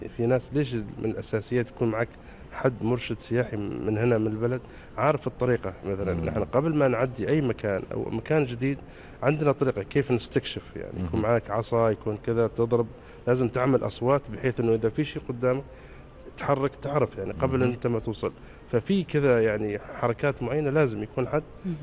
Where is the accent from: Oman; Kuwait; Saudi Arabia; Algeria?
Oman; Dhofar; نحن كشعب عماني